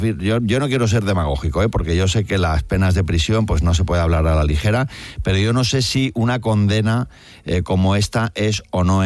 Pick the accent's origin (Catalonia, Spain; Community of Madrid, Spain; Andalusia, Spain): Andalusia, Spain; Málaga; Estoy aquí en mi tierra con Carmen López, que es la que se encarga de que esto suene fenomenal.